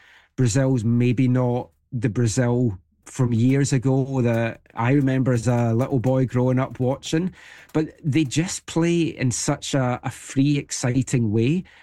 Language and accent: English; Scotland, United Kingdom; Even as a Scot, I have to give a lot of credit to them.